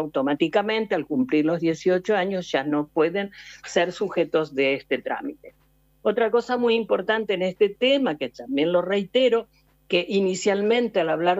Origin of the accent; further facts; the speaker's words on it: Argentina; así como lo hacemos en Argentina, siendo ciudadanos argentinos, tenemos que hacerlo también en Italia